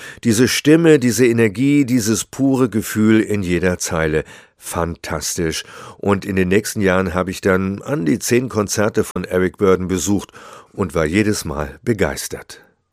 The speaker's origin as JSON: {"language": "German", "town": "Kiel", "region": "Schleswig-Holstein", "country": "Germany", "tie": "born or raised there", "said": "Und die nachfolgende Tournee machte auch Station in meiner Heimatstadt Kiel."}